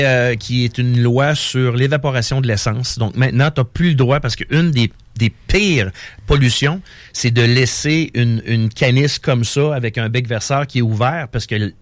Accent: Thetford Mines, Quebec, Canada; Natif, en plein de la même région.

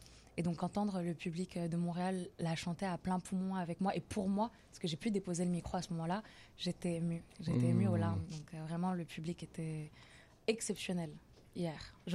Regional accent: Cameroon; comme je suis camerounaise

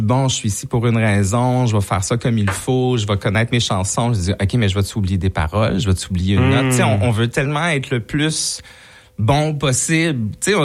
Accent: Montreal, Quebec, Canada; J'ai grandi à Montréal-Nord

